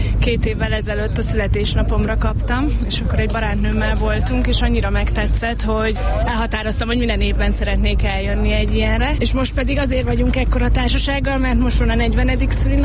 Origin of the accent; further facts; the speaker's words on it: Budapest, Hungary; Én itt nőttem föl, tényleg minden épületet ismerek, amit itt látunk